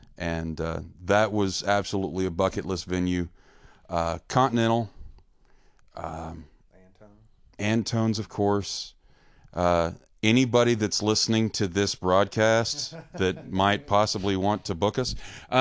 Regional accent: Dallas, Texas, United States; moved away as an adult; also born or lived in Lubbock; now in Austin, United States; Well, I grew up in Dallas. Grew up in Dallas, went to school in Lubbock

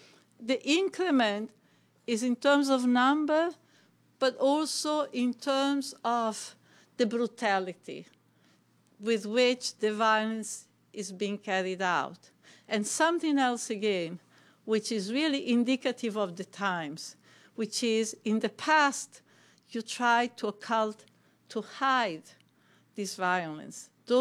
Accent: Italy; moved away as an adult; In my own country, I come from Italy originally. And I remember when I was a child or a young woman in the 50s

